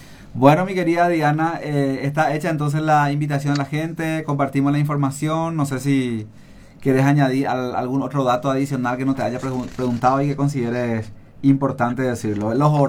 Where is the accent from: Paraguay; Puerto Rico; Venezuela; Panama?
Paraguay; Concepción; first language Guarani; Spanish is a second language; moved away; yo soy de Concepción y cuando incluso trabajaba con mi papá en la chacra, ¿verdad? En la década de los 90